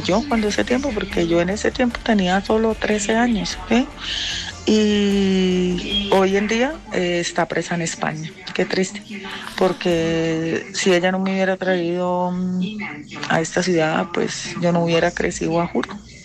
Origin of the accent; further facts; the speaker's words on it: Norte de Santander, Colombia; also born or lived in Cúcuta; me pudo llevar para mi pueblo, que es del norte de Santander